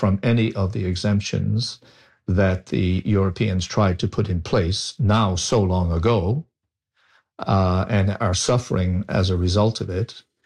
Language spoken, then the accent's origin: English; Newfoundland and Labrador, Canada; as a Newfoundlander